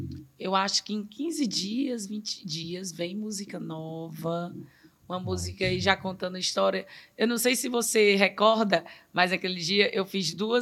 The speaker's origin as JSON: {"language": "Portuguese", "region": "Piauí", "country": "Brazil", "moved": "as an adult", "lives_now": "Fortaleza, Brazil", "said": "ficaram no Piauí, numa cidade próxima à minha."}